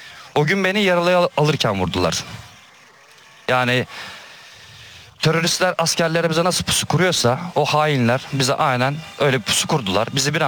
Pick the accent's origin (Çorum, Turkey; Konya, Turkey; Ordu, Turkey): Ordu, Turkey; Annemler de o zaman memleketteydi. Ordu'daydı. Orduluyum ben. Annemler oradaydı.